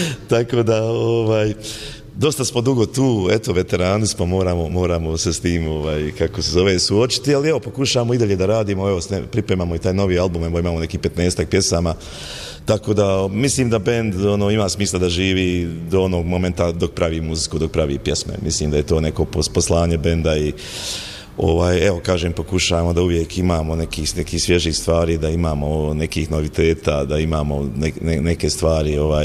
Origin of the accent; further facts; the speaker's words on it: Bosnia & Herzegovina; to je kod nas u Bosni često ta sintagma.